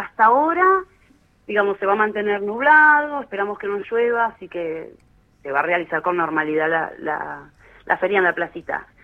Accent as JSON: {"language": "Spanish", "town": "El Cóndor", "region": "Río Negro", "country": "Argentina", "said": "para los que somos del Cóndor"}